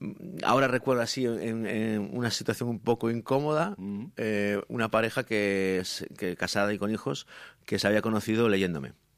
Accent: Sanxenxo, Galicia, Spain; pero yo soy de Sanxenxo y mis cuatro abuelos son de Sanxenxo y yo empiezo como periodista en Sanxenxo

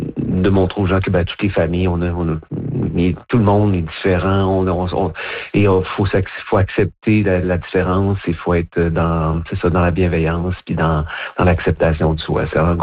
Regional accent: Saint-Polycarpe, Quebec, Canada; Saint-Polycarpe. C'est sûr que ça va être dans mon village natal.

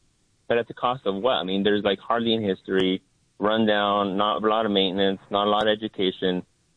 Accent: California, United States; Because I'm from California, which is understandable.

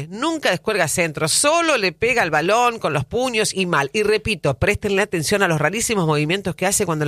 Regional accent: La Plata, Buenos Aires Province, Argentina; chicos, soy platense.

